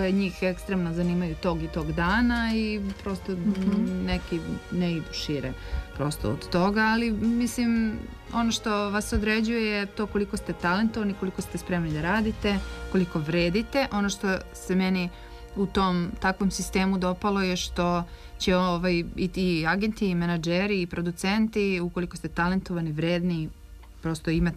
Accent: Serbia; kad sam rekla … ja sam iz Srbije i tako

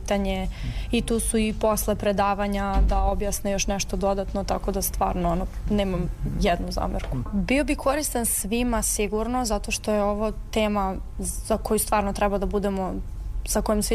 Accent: Belgrade, Serbia; imam 17 godina, iz Beograda sam i učenica sam 4. godine 13. Beogradske gimnazije.

